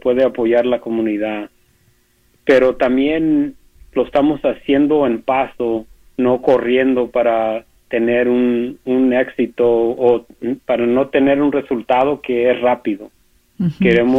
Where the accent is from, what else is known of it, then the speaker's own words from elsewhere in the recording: Mexico; como yo como mexicano, me da mucho orgullo